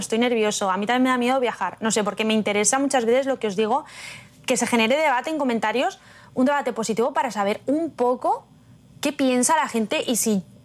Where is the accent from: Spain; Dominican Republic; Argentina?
Spain; moved away as an adult; now in Kentucky, United States; no vamos a decir que es española, como yo